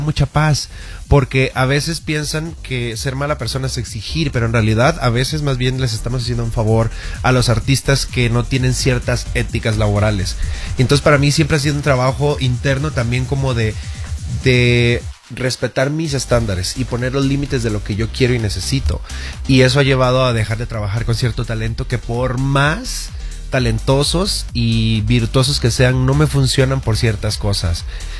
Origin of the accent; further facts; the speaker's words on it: Costa Rica; moved away; Que de pronto no lo sentía tanto en, por ejemplo, en mi pueblo en Costa Rica, que es más conservador.